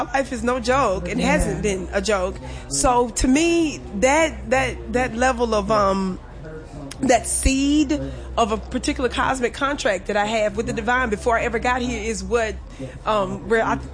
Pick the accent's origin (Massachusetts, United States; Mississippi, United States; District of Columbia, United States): Mississippi, United States; I was born and raised in Mississippi.